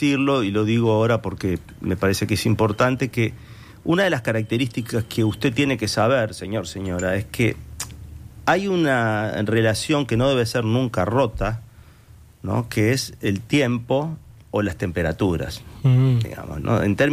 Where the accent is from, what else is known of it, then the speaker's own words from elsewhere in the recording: Uruguay; nosotros como uruguayos